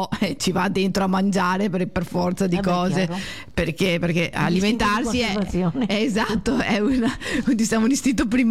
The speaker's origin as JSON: {"language": "Italian", "town": "Castelfranco Veneto", "region": "Veneto", "country": "Italy", "tie": "born or raised there", "said": "Io sono originaria di Castelfranco Veneto"}